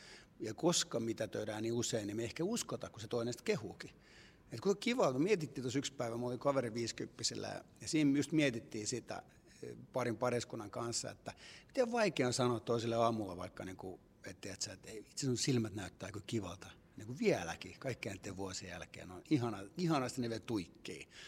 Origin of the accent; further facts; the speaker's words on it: Cyprus; nimenomaan Kreikkaan, koska olen Kyprokset kotoisin ja ollut Kyproksella häissä.